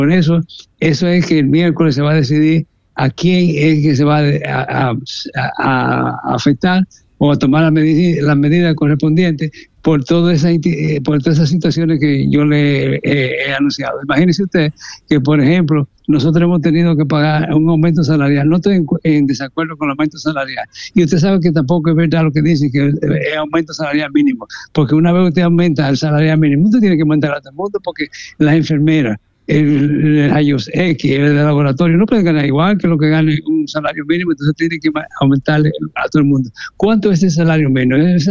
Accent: Cibao, Dominican Republic; accent: Cibaeño; Déjeme aclararle en español, bien, o en cibaeño

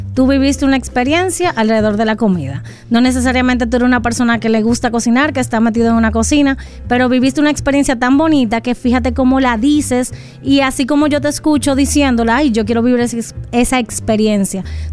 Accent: Dominican Republic; tenemos nosotros como dominicanos algo cultural intrínseco adentro

